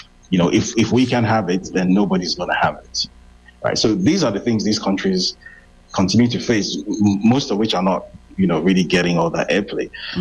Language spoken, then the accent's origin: English; Nigeria; It gives me absolutely no pleasure to say this as a Nigerian